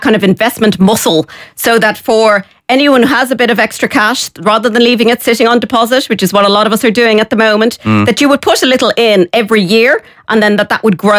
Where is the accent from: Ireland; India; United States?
Ireland; we as Irish citizens